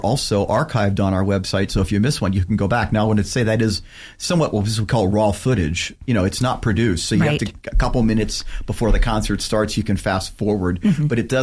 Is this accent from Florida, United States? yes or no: no; Cincinnati, Ohio, United States; I grew up in Cincinnati